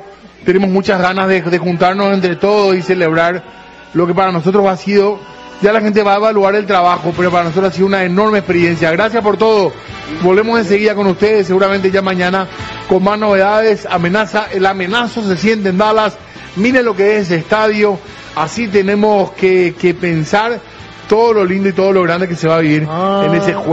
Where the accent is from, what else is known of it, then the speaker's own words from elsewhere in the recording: Spain; Soy español.